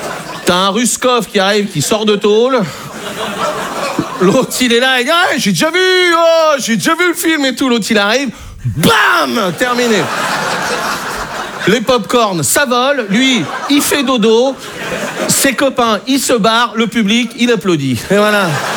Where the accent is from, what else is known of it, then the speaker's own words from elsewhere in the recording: Brittany, France; Mais ça, cette ambiance, c'est parce que je suis breton.